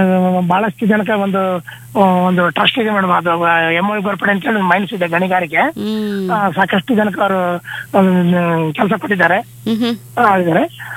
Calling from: Sandur, Karnataka, India

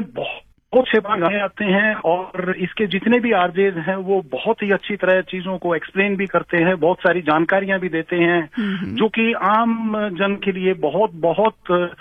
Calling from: Gurugram, Haryana, India; तो मैं गुरुग्राम का रहने वाला हूँ।

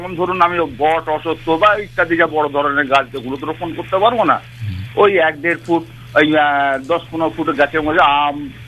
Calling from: Dhulagori, West Bengal, India; আমি ধুলাগড়ি উত্তরপাড়া ব্যানার্জি পোল থেকে

